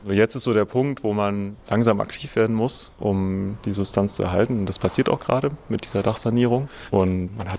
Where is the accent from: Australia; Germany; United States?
Germany; Thuringia; ich komme aus dem Nachbarort. Also ich habe hier eine Verbindung zu. Ich kannte das auch schon immer, dieses Gelände hier.